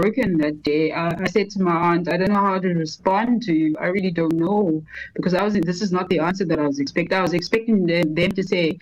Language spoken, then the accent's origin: English; Western Cape, South Africa; But now, I grew up in the Western Cape. That is a much more, like, better province with more resources.